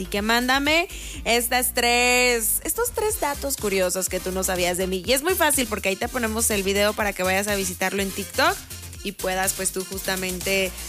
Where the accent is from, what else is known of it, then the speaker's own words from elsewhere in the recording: Mexico; Y me van a regañar como buena mexicana, pero es que no he probado yo un tamal en un bolillo.